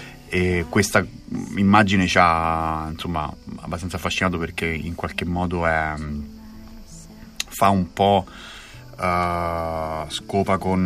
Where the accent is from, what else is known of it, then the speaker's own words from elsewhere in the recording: Rome, Lazio, Italy; Io sono di Roma